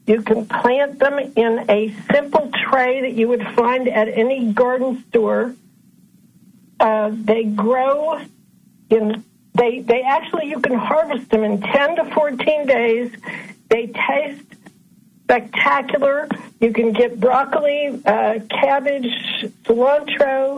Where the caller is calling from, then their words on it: Kansas City, United States; in Kansas City.